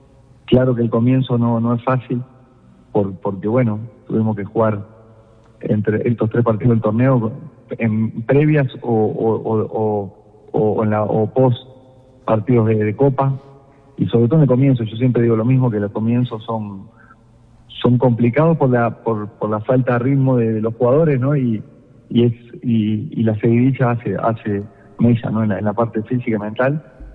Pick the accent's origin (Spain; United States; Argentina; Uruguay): Uruguay; Bueno, soy uruguayo, como usted bien decía